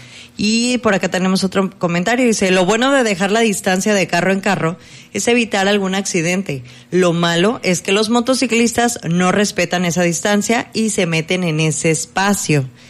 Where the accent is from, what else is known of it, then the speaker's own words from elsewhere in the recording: Manzanillo, Colima, Mexico; Nosotros los que somos acá de Manzanillo